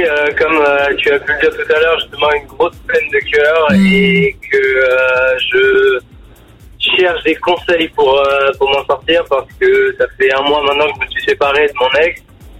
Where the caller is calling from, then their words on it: Montreuil, Île-de-France, France; Moi je viens de Montreuil, dans le 93 jusqu'à à côté de Paris.